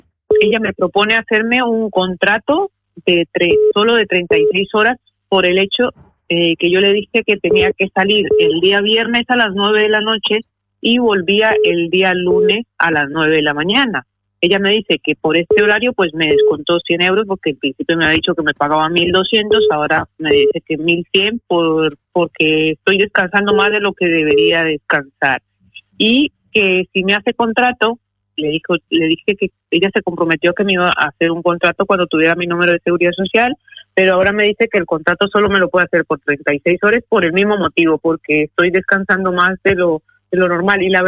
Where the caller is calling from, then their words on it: Madrid, Community of Madrid, Spain; Estoy llamando desde Madrid.